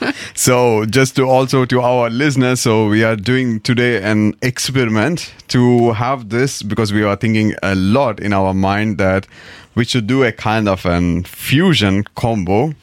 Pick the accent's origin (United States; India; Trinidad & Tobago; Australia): India; now in Germany; you being an Indian, you are staying here in Germany